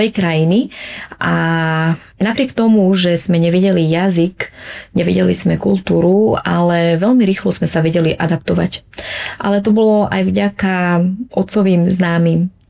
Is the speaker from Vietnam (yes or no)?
yes; Vietnam; Slovak is a second language; now in Slovakia; tie prvé roky, ktoré som prišla na Slovensko a tak ako som spomenula, že som bola sama Vietnamka na celej škole